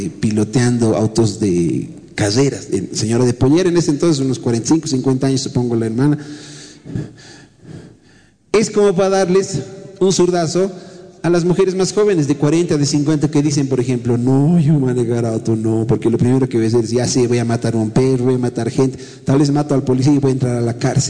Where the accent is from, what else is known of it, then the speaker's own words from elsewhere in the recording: La Paz, Bolivia; sí, somos de La Paz, estamos viniendo.